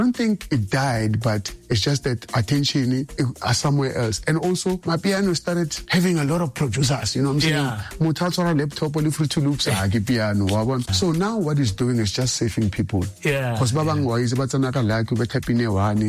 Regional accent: Pretoria, Gauteng, South Africa; The comment didn't affect … because of I'm from Pretoria and then now I'm doing Chrome.

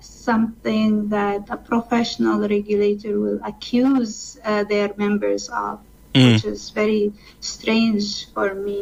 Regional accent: Canada; I will not give up my rights, my freedom as a Canadian woman, as an engineer

